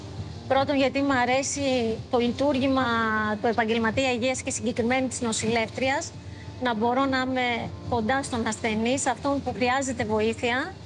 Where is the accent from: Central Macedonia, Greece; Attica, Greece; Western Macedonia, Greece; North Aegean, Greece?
Attica, Greece; Salamina; Μεγάλωσα στη Σαλαμίνα.